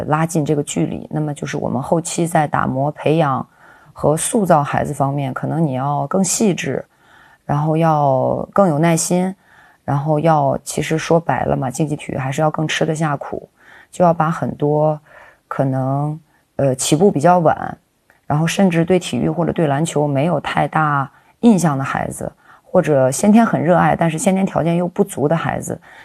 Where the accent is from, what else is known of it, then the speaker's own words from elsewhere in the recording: Northwest China, China; 那么我是西北长大的